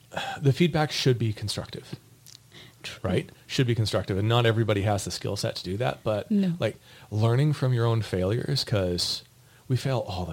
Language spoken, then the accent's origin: English; Kamloops, British Columbia, Canada; moved away as an adult; my hometown